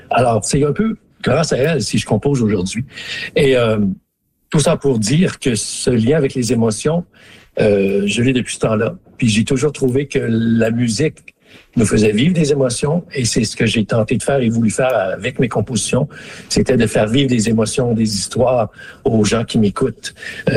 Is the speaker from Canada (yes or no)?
yes; Smooth Rock Falls, Ontario, Canada; moved away; des très bons souvenirs de ma présence, de mon enfance dans le Nord. Et oui, ce pont-là, c'est un pont emblématique. Le pont à Smoothwalk Falls, il y en a pas plusieurs comme ça en Ontario ou au Canada.